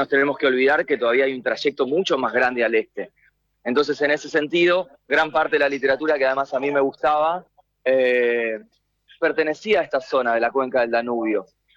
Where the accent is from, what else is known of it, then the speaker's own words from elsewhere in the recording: Buenos Aires, Argentina; accent: Argentine Rioplatense Spanish; now in Spain; Hablo menos húngaro que cuando vine. Hablaba y hablo español argentino rioplatense. Y acá, fuera de broma, aprendí el español de España también